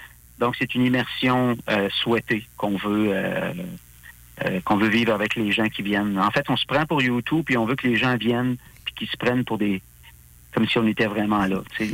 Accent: Thetford Mines, Quebec, Canada; moved away as an adult; now in Quebec City, Canada; Moi, je suis originaire de Thetford Mines.

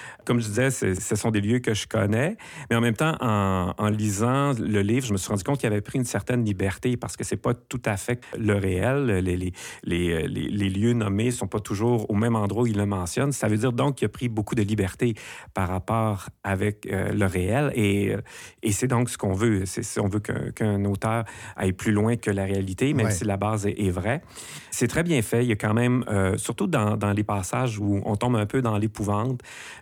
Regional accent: Alma, Quebec, Canada; et c'est ma ville natale, moi aussi, Alma, donc j'ai retrouvé beaucoup de références, beaucoup de lieux que je connais moi-même, là.

